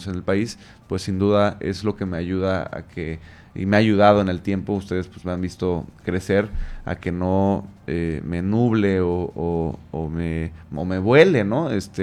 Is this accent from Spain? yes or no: no; Quintana Roo, Mexico; Yo sí soy de aquí, Anuar, yo soy nacido en Quintana Roo, yo crecí en Quintana Roo, estoy formando a mi familia en Quintana Roo, yo no vengo de paso.